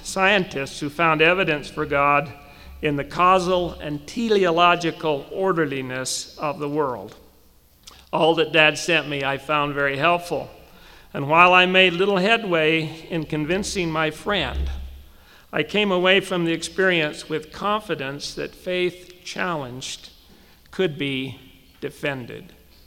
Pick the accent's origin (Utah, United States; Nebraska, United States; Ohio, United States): Utah, United States; Ephraim; Growing up in Ephraim in Sanpete County, I was acquainted and then only casually with four non-Mormons, two of whom subsequently converted.